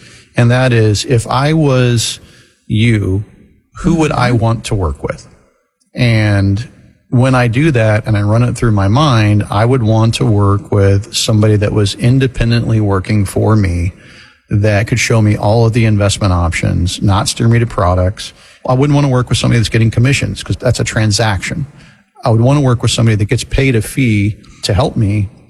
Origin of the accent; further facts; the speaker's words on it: Florida, United States; I grew up in Florida.